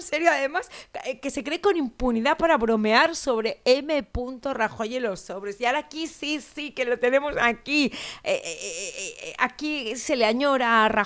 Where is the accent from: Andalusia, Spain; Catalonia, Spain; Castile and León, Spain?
Catalonia, Spain; L'Hospitalet de Llobregat; Yo me crié en Hospitalet de los 70 y de los 80